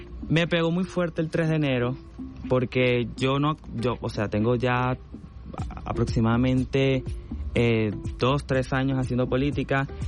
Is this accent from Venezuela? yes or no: yes; Falcón, Venezuela; soy de Paraguaná, soy un niño, un joven paraguanero, crecí en la playa, la arena, la gente, el sol.